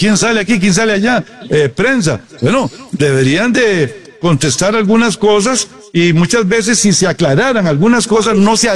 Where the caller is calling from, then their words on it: Curridabat, San José, Costa Rica; yo vivo en Curriabá